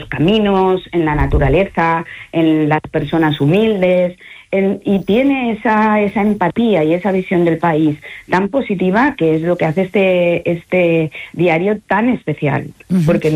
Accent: Valencian Community, Spain; un periplo que para mí particularmente, siendo valenciana, me resulta

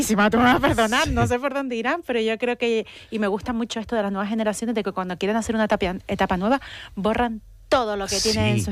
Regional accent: Las Palmas de Gran Canaria, Canary Islands, Spain; me crié en el Risco de San Nicolás y está al lado San Roque

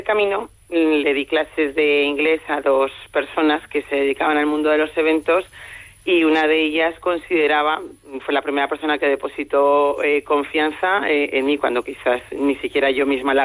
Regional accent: Colombia; now in Arnedo, Spain; Yo soy hija de Margarita, que es una mujer colombiana inmigrante que llegó a Arnedo hace 27 años, que se dicen pronto, y ella pues vino buscando un futuro mejor para las dos.

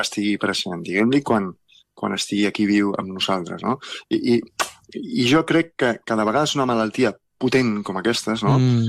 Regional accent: Soria, Castile and León, Spain; que la meva mare és la que millor els fa, perquè som de Sòria.

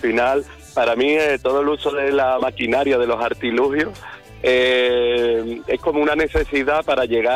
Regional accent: Andalusia, Spain; como andaluces, además, tenemos la suerte de tener una historia vastísima, de tener una cultura enorme y de haber sido un crisol de culturas y bueno, tenemos que estar orgullosos de eso, ¿no?, de ser andaluces.

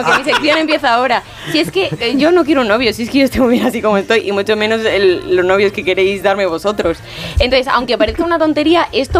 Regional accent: Salamanca, Castile and León, Spain; Y sí, soy salmantina.

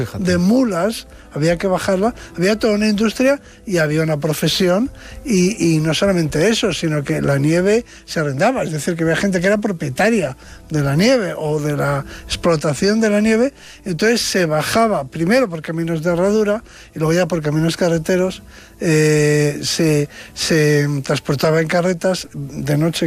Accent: Bilbao, Basque Country, Spain; born or raised there

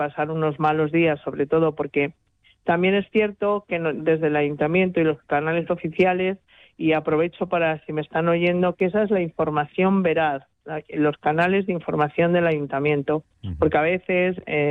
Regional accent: Casillas, Spain; Yo estoy en Casillas, yo no he abandonado mi pueblo.

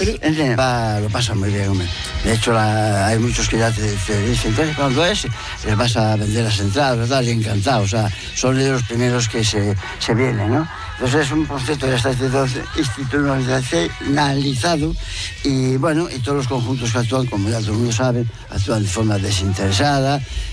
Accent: Madrid, Community of Madrid, Spain; born there; moved away as an adult; now in Santiago de Compostela, Spain; yo soy de Madrid, yo nací en Madrid.

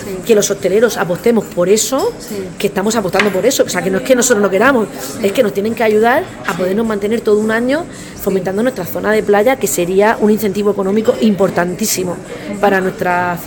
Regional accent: Cartagena, Region of Murcia, Spain; Señores, se vende ese turismo exagerado, que vamos los cartageneros a esas zonas.

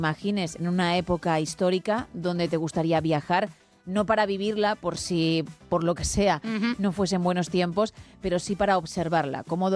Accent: Italy; Spanish is a second language; me has tocado mi tierra, me has tocado Italia

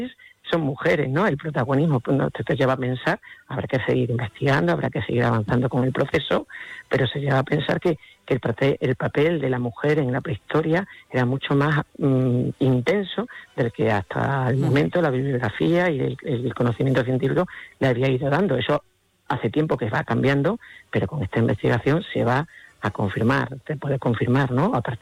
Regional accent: Extremadura, Spain; que es casi tanto o más calor que el que hace en mi tierra aquí en Extremadura.

